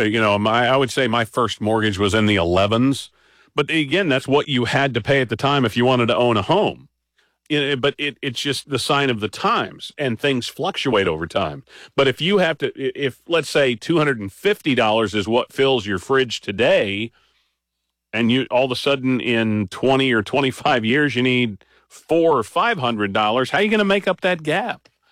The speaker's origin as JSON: {"language": "English", "region": "Midwest", "country": "United States", "tie": "born or raised there", "said": "because I growing up in the Midwest, you have your teams"}